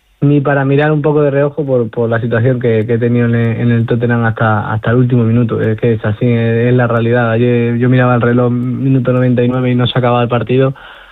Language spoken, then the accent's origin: Spanish; Extremadura, Spain; Sí, bueno, a ver, para mí como extremeño es un orgullo enorme, ¿no?